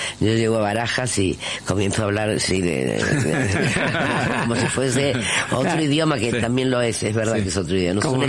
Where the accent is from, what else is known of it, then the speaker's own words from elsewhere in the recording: Argentina; Porque, bueno, de alguna manera, siendo argentina, me habían como quitado una parte de mi identidad.